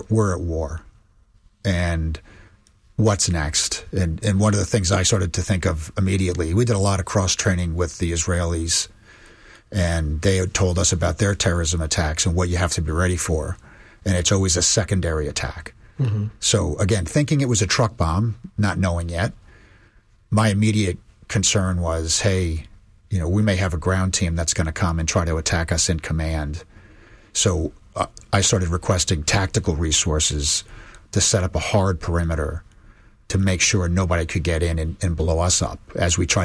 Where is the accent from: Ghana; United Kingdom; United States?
United States; New York City, New York; And I was from New York City and remember the first bombing that occurred at the World Trade Center.